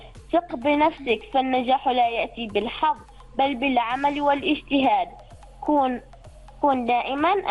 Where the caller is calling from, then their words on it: Saham, Al Batinah North, Oman; من ولاية صحم في محافظة شمالي الباطنة.